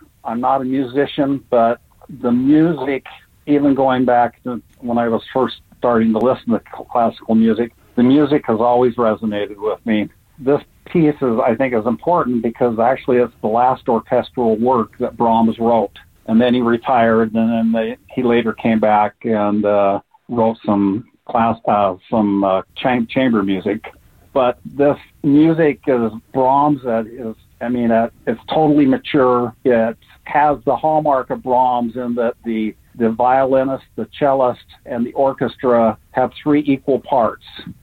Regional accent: Salt Lake City, Utah, United States; from Salt Lake City, Utah

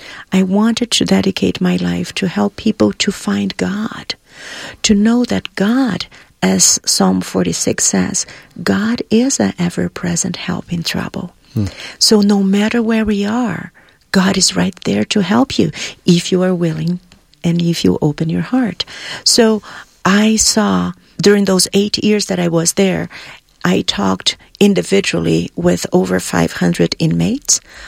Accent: Brazil; moved away; I came from Brazil. I had lived in other countries before, but in Brazil, we never did that.

